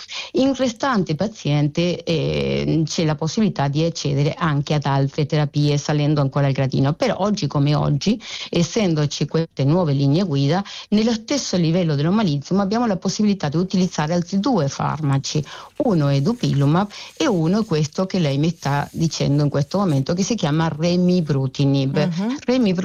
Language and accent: Italian; Argentina; born or raised there